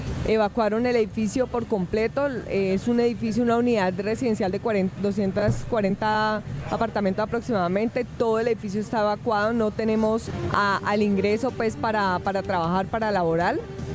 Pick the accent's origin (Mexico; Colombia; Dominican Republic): Colombia; Cali, Valle del Cauca